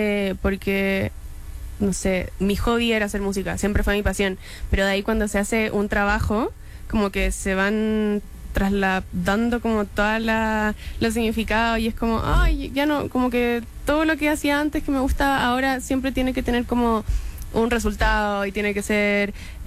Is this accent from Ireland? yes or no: no; Chile